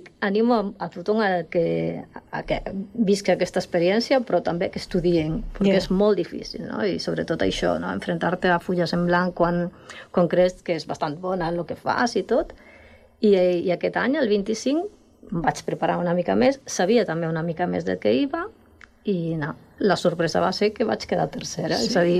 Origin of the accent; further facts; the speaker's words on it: Galicia, Spain; Catalan is a second language; moved away as an adult; now in Catalonia, Spain; Començaré dient que sóc gallega